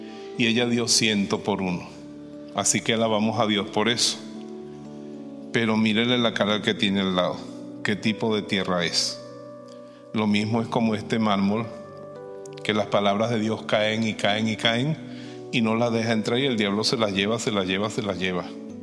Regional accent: Venezuela; moved away; Ella vivía allá en mi tierra, en Venezuela.

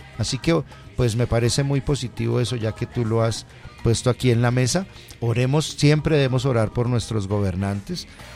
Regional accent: Colombia; eso es lo que somos los colombianos, sean cristianos católicos o cristianos de otras denominaciones

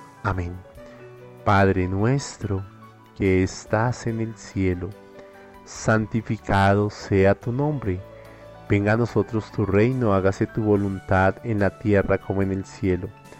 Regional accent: Colombia; ese corazón bondadoso que tenemos como los colombianos.

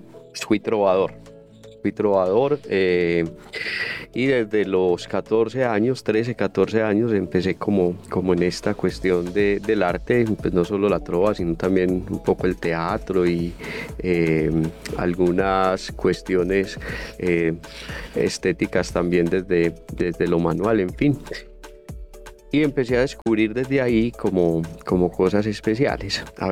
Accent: Medellín, Antioquia, Colombia; born there; nací en esta ciudad, en Medellín, en medio de una familia culturalmente católica.

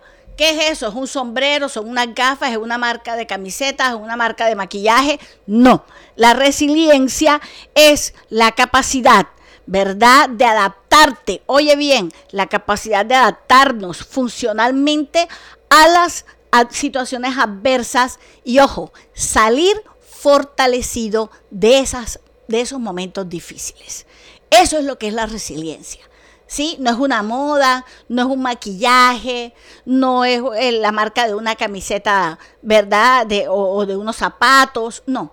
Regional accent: Colombia; los colombianos somos resilientes, somos capaces de volver a reinventarnos

